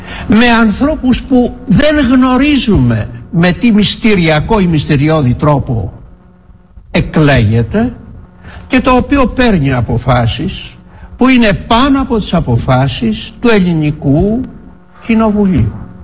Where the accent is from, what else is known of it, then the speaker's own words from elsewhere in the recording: Peloponnese, Greece; Στην πατρίδα μου τη Μάνη λένε το χαμηλό το γάιδαρο όλοι τον καβαλάνε.